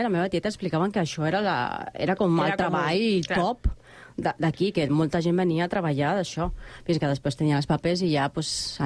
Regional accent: Guayaquil, Guayas, Ecuador; bon dia. Jo sóc de l'Equador, concretament de Guayaquil, un poble que està a 2 hores, per dir-ho així. El meu poble és petit, és pobre, per dir-ho així.

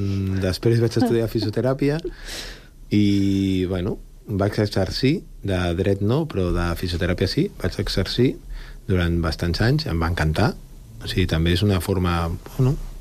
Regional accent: Sant Cugat del Vallès, Catalonia, Spain; Jo sóc fill de la Floresta i de Valldoreix

